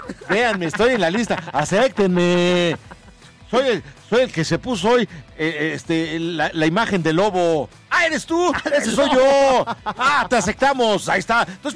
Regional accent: Puebla, Mexico; Yo soy poblano.

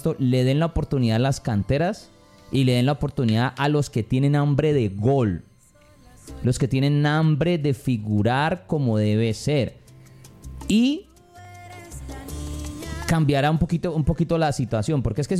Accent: Colombia; uno como colombiano tiene una mentalidad

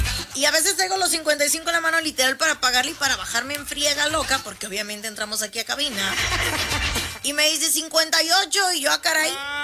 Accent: Mexico; somos mañosos como buenos mexicanos

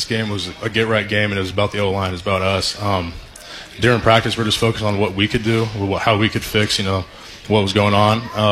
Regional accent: Kennewick, Washington, United States; Same house, entire life.

